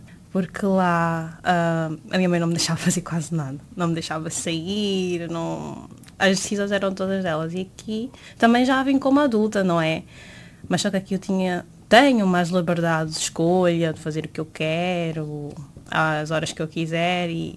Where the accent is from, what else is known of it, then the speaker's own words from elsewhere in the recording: Guinea-Bissau; moved away as an adult; now in Portugal; eu tenho 24 anos, sou da Guiné-Bissau, nasci aqui, mas fui criada lá. Vim aqui em 2021 para vir estudar, para tirar a minha licenciatura.